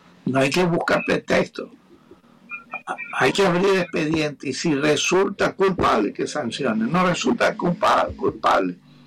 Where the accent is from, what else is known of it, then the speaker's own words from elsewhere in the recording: Guayaquil, Guayas, Ecuador; Yo soy de Guayaquil, a mucha honra. No soy guayaco solamente, Guayaquil, de la provincia de Guayas